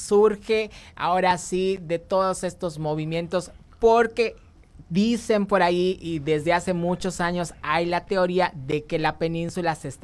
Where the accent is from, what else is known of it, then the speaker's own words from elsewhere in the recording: Yucatán, Mexico; nosotros lo que sí nos caracteriza como buenos yucatecos